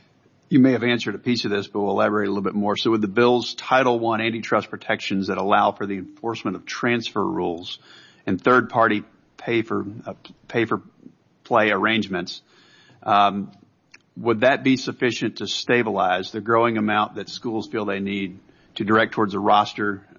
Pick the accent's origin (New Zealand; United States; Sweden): United States; North Carolina; In my home state of North Carolina, our institutions of higher education help prepare many of our next generation